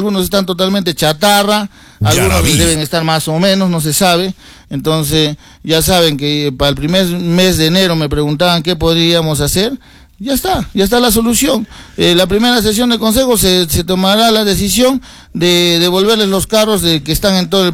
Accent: Arequipa, Peru

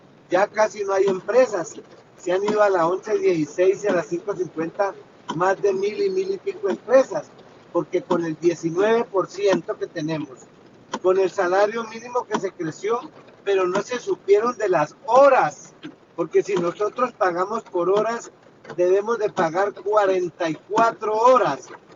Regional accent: Colombia; Eso para nosotros como colombianos es muy importante

